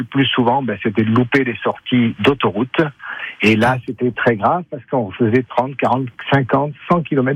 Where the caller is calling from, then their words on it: Nouvelle-Aquitaine, France; Je vous appelle de Saint-Thierry-la-Perche. Je suis conducteur de bus scolaire et de ligne.